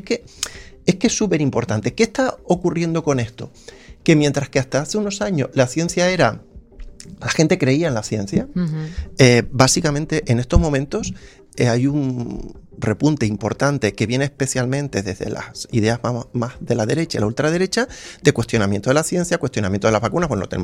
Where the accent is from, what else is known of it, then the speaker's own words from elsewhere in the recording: Tenerife, Canary Islands, Spain; moved away; Yo soy canario, además, yo soy de Tenerife.